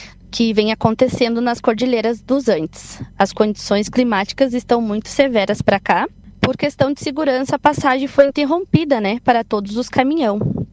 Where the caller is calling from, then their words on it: Vacaria, Rio Grande do Sul, Brazil; motorista da Transportes Marvel. Eu sou de Vacaria, Rio Grande do Sul. Moro no bairro Imperial. Nesse momento, eu me encontro aqui em Las Catitas, na província de Mendoza, na Argentina